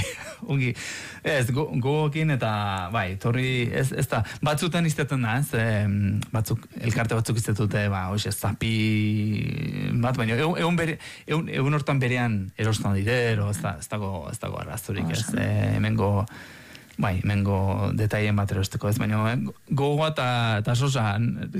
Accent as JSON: {"language": "Basque", "region": "Basque Country", "country": "Spain", "said": "Bai, hemen ondiz, Euskalduna gara, baino, hemen sortu gero baita"}